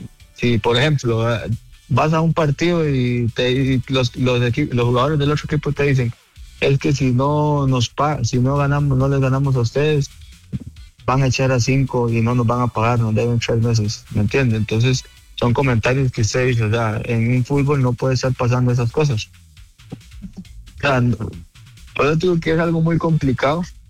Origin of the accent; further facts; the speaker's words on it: Costa Rica; moved away; yo soy tico, mi corazón está partido